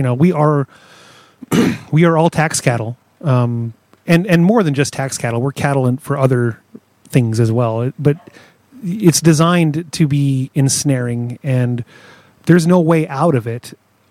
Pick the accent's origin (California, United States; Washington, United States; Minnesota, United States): Washington, United States; And growing up in Washington, you're surrounded by trees and mountain ranges. Like, you don't ever get to see the horizon in Washington State because you're in a hill or a valley